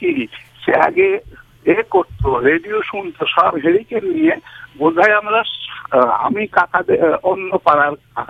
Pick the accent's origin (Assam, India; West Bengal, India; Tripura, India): West Bengal, India; Sribati; আমার পূর্ব বর্ধমান জেলা কাটোয়া থানা শ্রীবাটি গ্রাম, হজ পাল গ্রাম ছিল কিন্তু জমিদারের গ্রাম